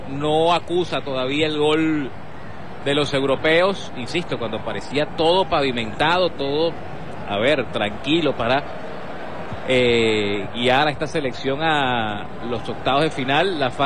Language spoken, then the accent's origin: Spanish; Venezuela; si es algo que lo hemos padecido como venezolanos